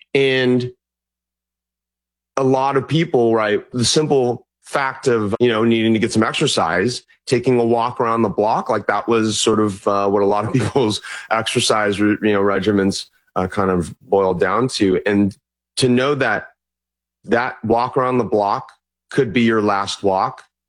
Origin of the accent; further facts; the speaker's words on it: Mission Viejo, California, United States; now in San Francisco, United States; You know, I grew up in Orange County in Mission Viejo, I went to school in L.A. now, and then went to grad school in Monterey. I live here in San Francisco. So I'm a native Californian, born and bred here.